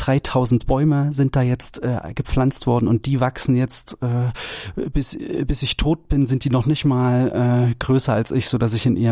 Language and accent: German; Thuringia, Germany; Also ich bin ein Kind des Waldes, kann man so sagen. Ich bin im Eichsfeld aufgewachsen. Das ist eine sehr ländliche Region im Norden Thüringens. Und da war ich Sohn eines Försters und immer draußen im Wald, so oft es ging.